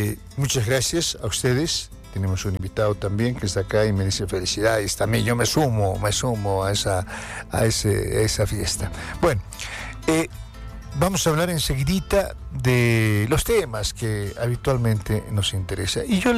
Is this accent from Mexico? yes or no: no; Bolivia